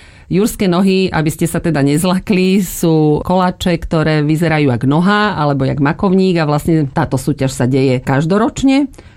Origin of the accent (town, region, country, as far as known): Záhorie, Slovakia